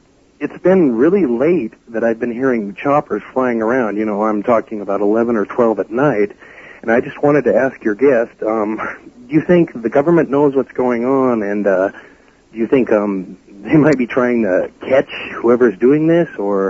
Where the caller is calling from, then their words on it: Great Falls, Montana, United States; from Great Falls, Montana.